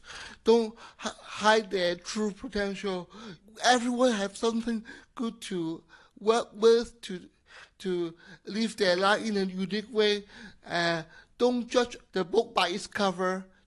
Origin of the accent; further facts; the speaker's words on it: Hong Kong; English is a second language; I think I'm quite a typical child in Hong Kong. Nothing really special, regardless of my physical limitation.